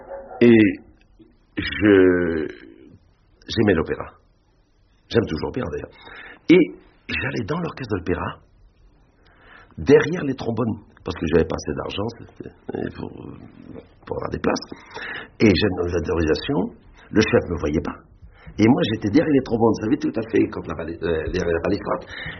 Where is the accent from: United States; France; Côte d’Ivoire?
France; Hauts-de-France; born there; je suis né dans le Nord